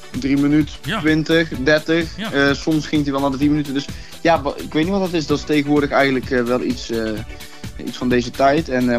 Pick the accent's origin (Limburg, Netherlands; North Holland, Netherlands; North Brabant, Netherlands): North Brabant, Netherlands; Roosendaal; Dat woordspeling. Klopt. Ik kom uit Roosendaal.